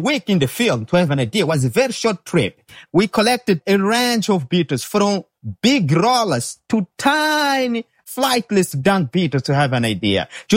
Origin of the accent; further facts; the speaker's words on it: Beira, Sofala, Mozambique; We grew up together in Beira.